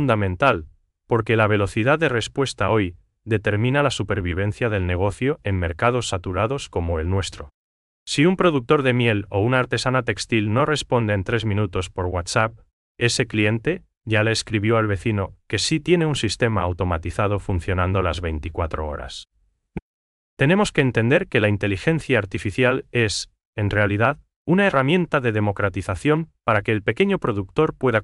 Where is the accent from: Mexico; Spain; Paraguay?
Paraguay